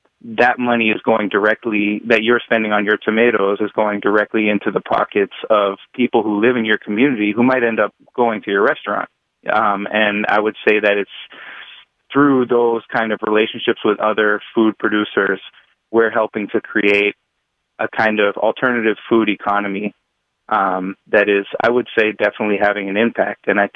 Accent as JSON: {"language": "English", "town": "Dorchester", "region": "Massachusetts", "country": "United States", "tie": "born or raised there", "said": "I grew up in Dorchester, and I certainly didn't think that I could become a farmer."}